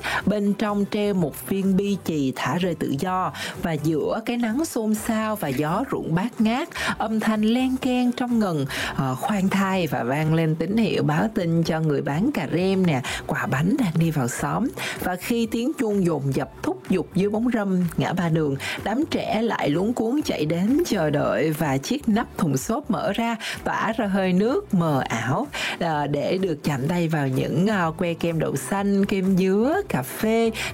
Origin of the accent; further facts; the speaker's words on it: Ho Chi Minh City, Vietnam; Em nhớ ngày xưa ở những cái con hẻm ở trong khu vực thành phố Hồ Chí Minh đó